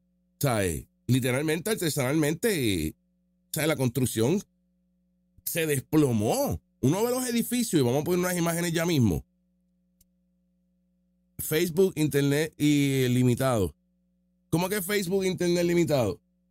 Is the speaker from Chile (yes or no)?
no; Puerto Rico; yo soy americano, Puerto Rico USA